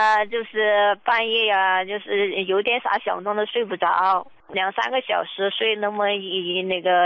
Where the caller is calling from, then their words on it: Chongqing, China; 我是重庆这边的患者，我也是你们的老用户了呀